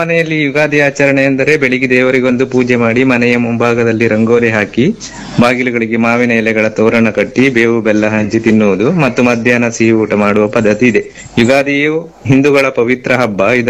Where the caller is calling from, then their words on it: Maravanthe, Karnataka, India; ಇಂದು ನಾನು ಕರ್ನಾಟಕದ ಅತ್ಯಂತ ಸುಂದರವಾದ ಮತ್ತು ವಿಶಿಷ್ಟವಾದ ಕಡಲ ತೀರಗಳಲ್ಲಿ ಒಂದಾದ ಮರವಂತೆ ಬೀಚ್ ಉಡುಪಿ ಜಿಲ್ಲೆಯ ಬೈಂದೂರು ತಾಲೂಕಿನಲ್ಲಿದೆ